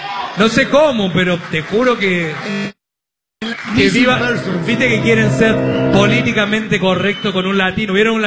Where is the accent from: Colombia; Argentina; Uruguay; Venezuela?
Argentina; Córdoba; moved away as an adult; also born or lived in Sweden / Spain / London / Chicago; soy negrito cordobés, no hablo mucho inglés